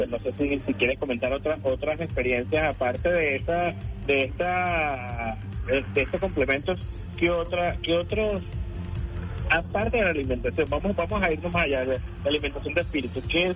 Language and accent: Spanish; Venezuela; los venezolanos somos sumamente hermanados